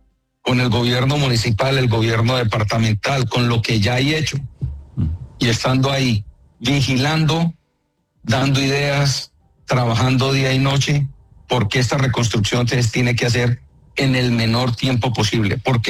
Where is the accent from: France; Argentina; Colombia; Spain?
Colombia; Popayán, Cauca; also born or lived in Cali; Yo soy caleño, pero a los 5 años me fui a vivir a Popayán. Mi padre me llevó a vivir a Popayán, ciudad que me acogió, ciudad que amo, y diría yo, soy payanés y soy caleño.